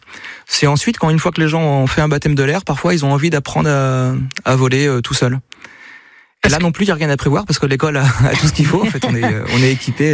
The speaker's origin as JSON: {"language": "French", "region": "Pays de la Loire", "country": "France", "tie": "born or raised there", "said": "Je suis originaire de Vendée, mais j'ai fait un voyage quand j'avais 20 ans à La Réunion."}